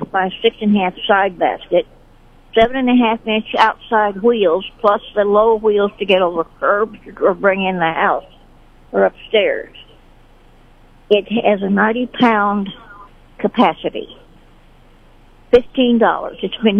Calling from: Sedalia, Missouri, United States

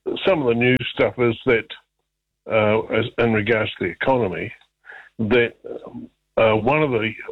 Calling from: Wellington, New Zealand; I come from the Wellington region

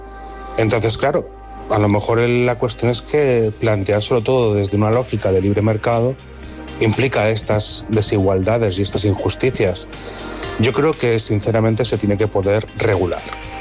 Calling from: Palma, Balearic Islands, Spain; de Peregrau.

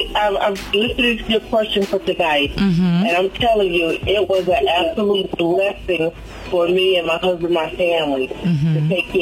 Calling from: Douglasville, Georgia, United States; I'm calling from Douglasville, Georgia.

